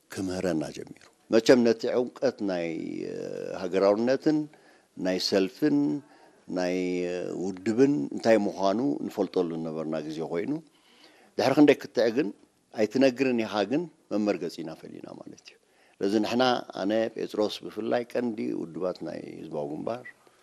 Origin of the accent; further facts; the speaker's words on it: Asmara, Maekel, Eritrea; ኣብ ኣስመራ ተወሊደ